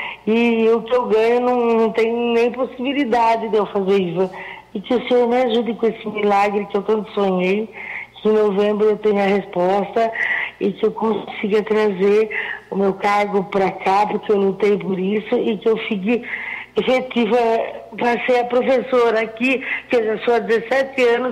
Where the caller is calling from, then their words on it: Araras, São Paulo, Brazil; eu tenho um cargo que está lá na cidade de Campinas e eu sou de Arara.